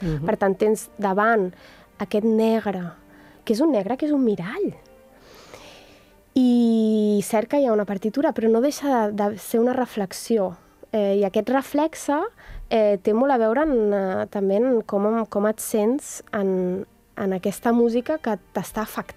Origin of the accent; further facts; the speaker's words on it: Barcelona, Catalonia, Spain; jo sóc nascuda a Poble Sec, vaig créixer bastants anys també a Sant Antoni, per tant, vinc d'una família de classe mitjana que, per tant, no tenia piano a casa